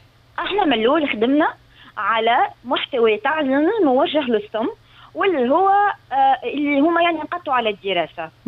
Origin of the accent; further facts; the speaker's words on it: Medenine, Tunisia; أنا قريت في مدنين